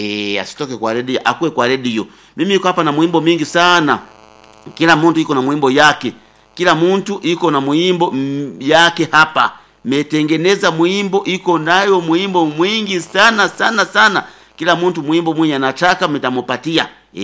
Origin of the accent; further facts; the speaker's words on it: Kagadi, Western Region, Uganda; Natoka huku cha Nyaruhunga Kenga Kagadi Sabu County.